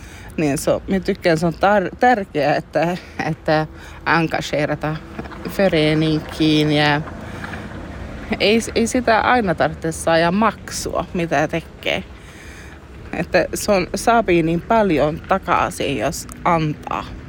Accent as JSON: {"language": "Finnish", "area": "Aareavaara", "region": "Norrbotten County", "country": "Sweden", "tie": "born or raised there", "said": "Mihin olen kasvanut ylös Aareavaarassa, siellä on aina ollut paljon niin föreeninkiä, paljon aktiviteetteja lapsille."}